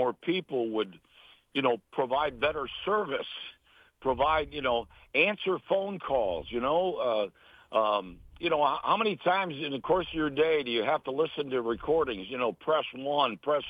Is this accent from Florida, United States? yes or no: no; Rochester, New York, United States; And what I did was, because I was from Rochester, my brother's team wore pinstripes.